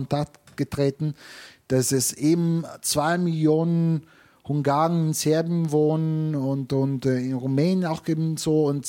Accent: Italy; was mich betrifft als Italiener, solange ich ein guter Italiener bin, das passt

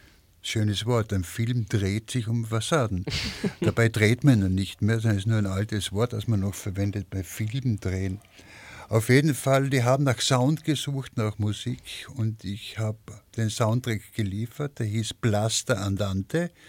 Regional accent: Lienz, Tyrol, Austria; Dann habe ich 2013 in meiner Heimatstadt Lienz ein Profil einer Siedlung gemacht.

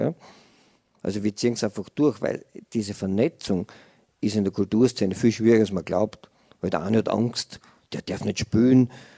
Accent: Fürstenfeld, Styria, Austria; Ich komme aus einem Arbeiterviertel, aus Fürstfeld, bin mit denen alle aufgewachsen

